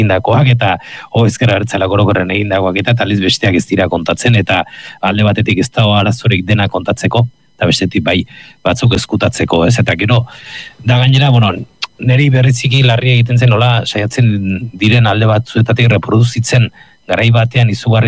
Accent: Basque Country, Spain; born or raised there

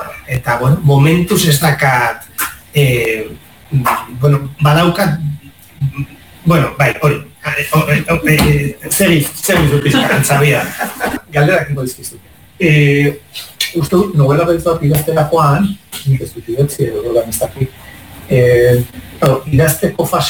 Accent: San Sebastián, Basque Country, Spain; Ni donostiarra naiz, baino Pasaian eta Uria mendian asko ibili naiz, asko.

